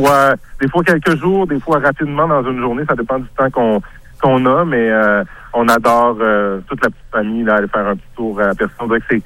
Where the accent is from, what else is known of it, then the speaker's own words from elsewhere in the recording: Maria, Quebec, Canada; Je suis natif de Maria, un petit gars qui est né dans les années 90, qui a vécu son enfance dans la région.